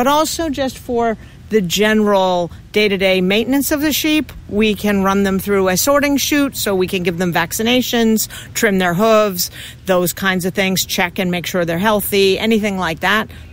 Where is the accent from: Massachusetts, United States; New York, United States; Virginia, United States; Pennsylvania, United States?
Massachusetts, United States; Warwick; we come from Warwick, Massachusetts, which is on the New Hampshire border, close to Vermont.